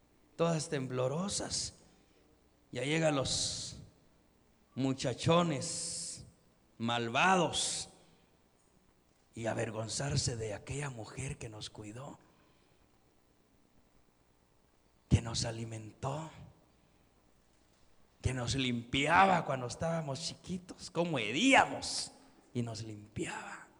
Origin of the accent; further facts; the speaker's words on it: Guatemala; born there; decían allá en mi pueblo